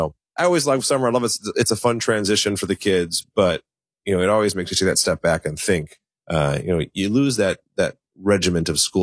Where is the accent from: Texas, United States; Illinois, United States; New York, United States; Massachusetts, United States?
Illinois, United States; Elmhurst; And actually, I grew up in Elmhurst, so I went to Elmhurst schools as well.